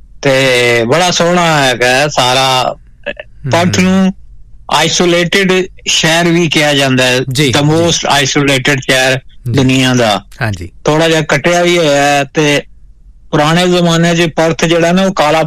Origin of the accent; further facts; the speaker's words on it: Punjab, Pakistan; ਸਾਡੇ ਪਾਸੇ ਜਿਹੜਾ ਸਾਡਾ ਪਾਕਿਸਤਾਨੀ ਪੰਜਾਬ ਹੈ ਨਾ ਉਹ ਤੇ ਇੱਕ ਬੜਾ ਓਵਰ ਪਾਪੂਲੇਟਡ ਹੋ ਗਿਆ